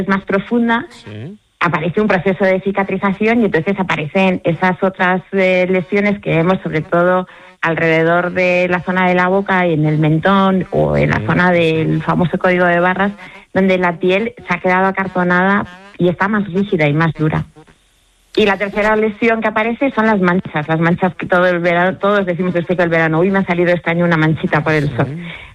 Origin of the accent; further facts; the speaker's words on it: Spain; que somos españoles. Entonces la mañana pues empieza tarde para nosotros